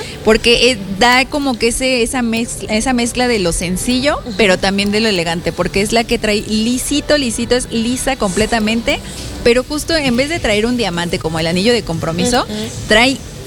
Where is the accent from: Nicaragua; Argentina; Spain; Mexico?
Mexico